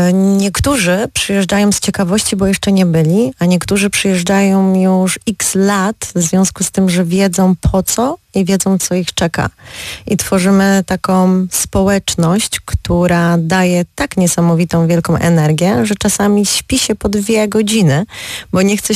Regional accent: Silesian Voivodeship, Poland; moved away as an adult; now in Opole, Poland; pochodzę co prawda ze Śląska, ale sprowadziłam się tutaj 17 lat temu

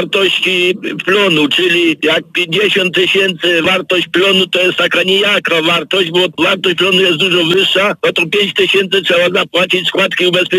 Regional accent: Subcarpathian Voivodeship, Poland; u nas na Podkarpaciu.

